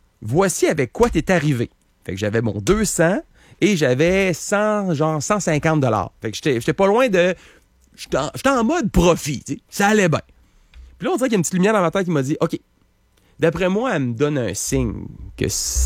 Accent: Quebec, Canada; je viens du Canada, je viens de Québec.

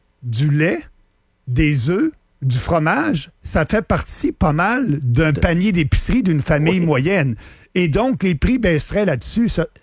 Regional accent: Quebec, Canada

